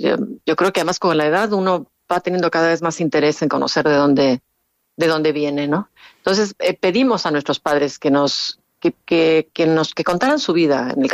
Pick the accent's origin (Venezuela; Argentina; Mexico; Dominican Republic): Mexico; born there; yo, como sabes, nací en México. Mis padres republicanos los dos, fueron a México en el año 48, primero mi madre y luego mi padre. Se casaron allí en el año 50